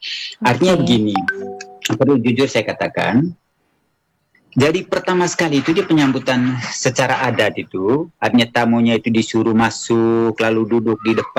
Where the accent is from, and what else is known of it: East Nusa Tenggara, Indonesia